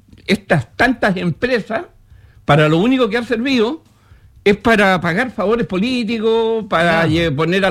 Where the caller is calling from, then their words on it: Iquique, Tarapacá, Chile; los que somos iquiqueños conocimos esa exacto. época.